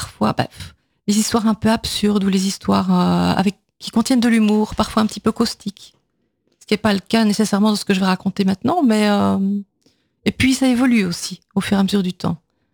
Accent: Namur, Wallonia, Belgium; oui, donc je viens de Namur.

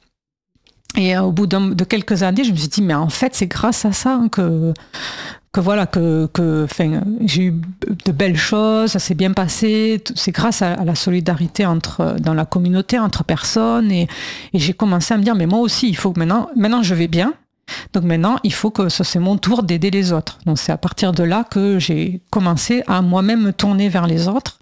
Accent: Occitanie, France; moved away as an adult; also born or lived in Blois; now in Paris, France; quand on vient du Gers, on ne trouve pas ça perdu du tout

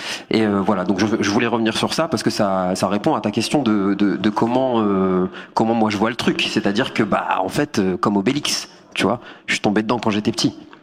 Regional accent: Algeria; Déjà, je suis algérien.

